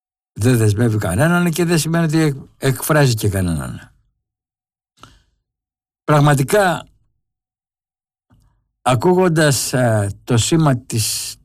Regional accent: Greece; ντρέπομαι ως Έλληνας

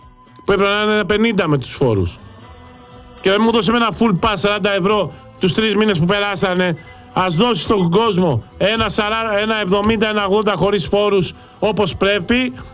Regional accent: Greece; Την Ελλάδα μας, τη χώρα μας. Την πατρίδα μου.

